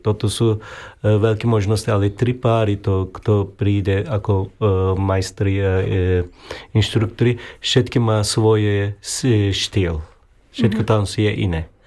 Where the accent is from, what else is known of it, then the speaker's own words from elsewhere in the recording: Turkey; Slovak is a second language; moved away; Ja som z Turecka.